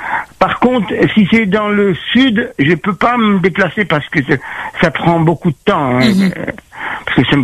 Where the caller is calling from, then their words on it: Sainte-Anne, Réunion; Alors, je suis de Sainte-Anne, Petit Saint-Pierre. Mm-hmm.